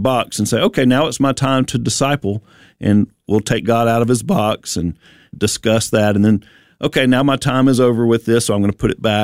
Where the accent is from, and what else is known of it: Bible Belt, United States; born or raised there